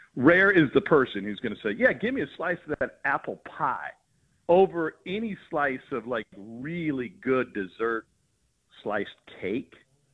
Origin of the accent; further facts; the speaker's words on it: Midwest, United States; Listen, I'm originally a Midwesterner, even though I've lived in the South for a long time.